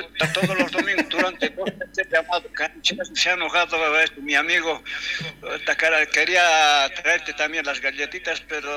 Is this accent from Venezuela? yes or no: no; Bolivia; born there; moved away; mi pueblo Alto Saucarí